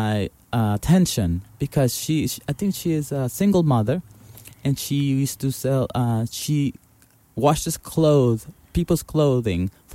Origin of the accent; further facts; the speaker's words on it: Mexico; moved away as an adult; also born or lived in San Luis Obispo, California / Sebastopol, California; now in United States; I became coming from Mexico.